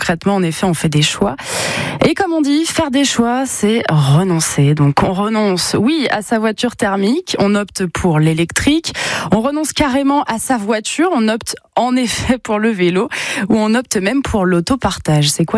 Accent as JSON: {"language": "French", "region": "Grand Est", "country": "France", "said": "chez nous en Champagne-Ardenne"}